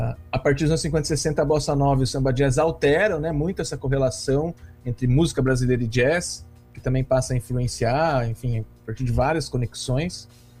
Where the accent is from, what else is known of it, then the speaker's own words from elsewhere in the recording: São Paulo, Brazil; Achei algumas informações sobre a jazz band em São Paulo, de onde eu venho